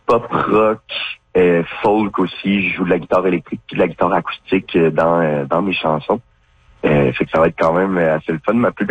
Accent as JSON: {"language": "French", "town": "Havre-Saint-Pierre", "region": "Quebec", "country": "Canada", "moved": "as an adult", "lives_now": "Montreal, Canada"}